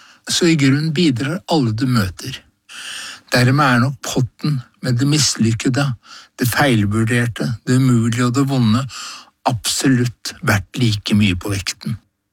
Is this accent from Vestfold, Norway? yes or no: yes; Horten, Vestfold, Norway; moved away as an adult; now in Oslo, Norway; som var mitt første stopp som florist og blomsterdekoratør da jeg kom fra Horten til hovedstaden på 70-tallet.